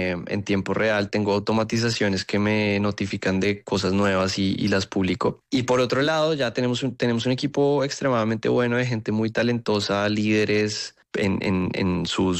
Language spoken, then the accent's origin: Spanish; Colombia; Eso es algo que tenemos que hacer cada vez más como colombianos.